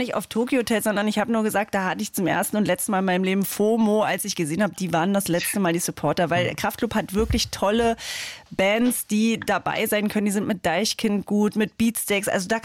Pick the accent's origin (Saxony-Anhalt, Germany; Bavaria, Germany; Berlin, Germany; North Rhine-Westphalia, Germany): Saxony-Anhalt, Germany; Ich bin aus Sachsen-Anhalt und bei 4x4 geht es so, du musst wegfahren aus dieser, also obwohl es deine Heimat ist, musst du wegfahren